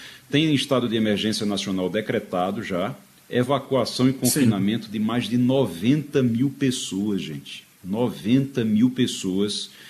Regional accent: Caruaru, Pernambuco, Brazil; Eu sou de Caruaru também.

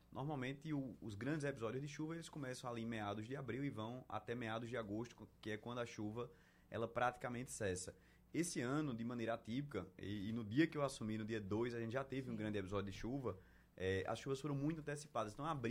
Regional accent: Recife, Pernambuco, Brazil; born there; eu nasci aqui em Recife, fui para o interior, voltei para estudar na universidade, estudava na Universidade Federal de Pernambuco

